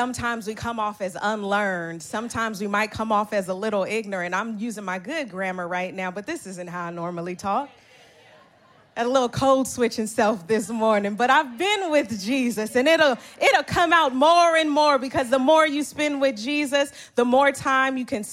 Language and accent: English; Oakland, California, United States; I'm really from Oakland. I know that if I want a hoagie from Meals on Seminary, they're closed on Sunday and they only take cash. I refuse to call it International Boulevard or East 14th.